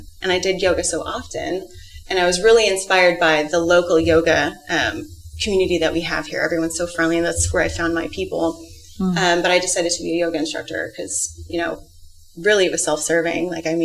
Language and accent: English; West Coast, United States; also born or lived in Ohio; And I was born in Ohio. So I was born a Midwesterner, but I was raised on the West Coast.